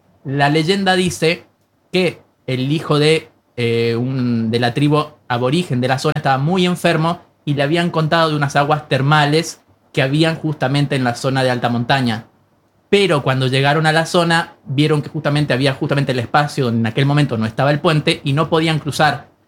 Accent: Uspallata, Mendoza, Argentina; Obvio, yo soy de Uspallata, por eso también lo conozco.

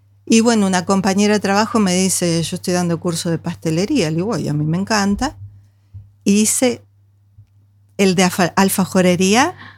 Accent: Buenos Aires, Argentina; vengo de la provincia de Buenos Aires, o sea que soy pampeana también.

